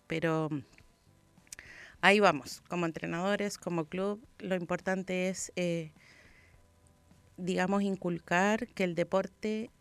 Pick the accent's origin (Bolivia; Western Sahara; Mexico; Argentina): Argentina; now in San Joaquín, Chile; Yo siendo argentina